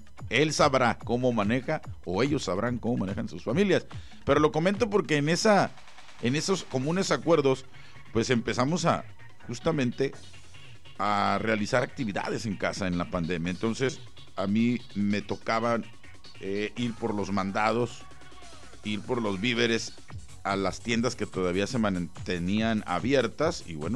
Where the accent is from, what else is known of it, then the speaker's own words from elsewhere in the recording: Mexico; quienes somos mexicanos